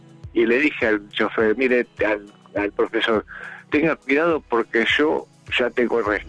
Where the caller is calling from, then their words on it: Buenos Aires, Argentina; De Almagro